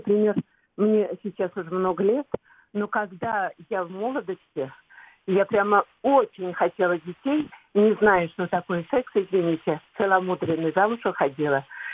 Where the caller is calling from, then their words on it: Kazan, Tatarstan, Russia; Я из Казани звоню.